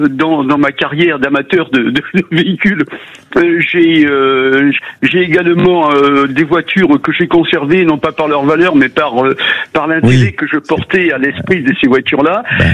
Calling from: Nouvelle-Aquitaine, France; je suis de Gironde.

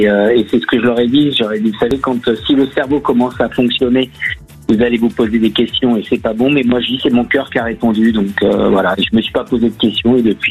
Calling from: Nouvelle-Aquitaine, France; Du bassin d'Arcachon, aussi.

